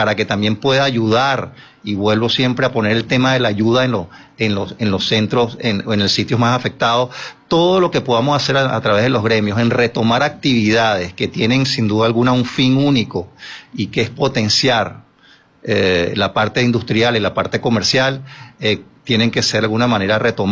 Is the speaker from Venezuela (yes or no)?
yes; Venezuela; como venezolano y como industrial.